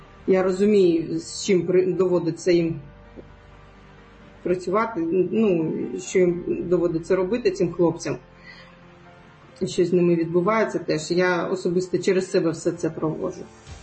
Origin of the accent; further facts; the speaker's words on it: Crimea, Ukraine; Коли я спілкуюся зі своїми побратимами, і вони дізнаються, що я з Криму